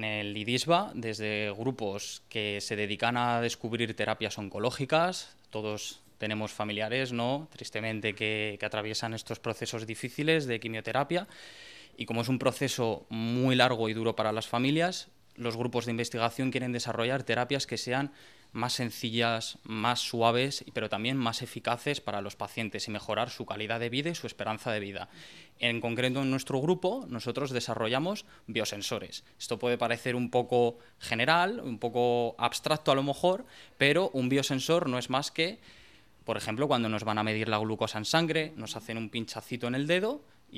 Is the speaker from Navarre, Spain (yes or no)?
no; Madrid, Community of Madrid, Spain; Pues mira, yo hice biología en Madrid, soy madrileño, estudié en la Universidad de Alcalá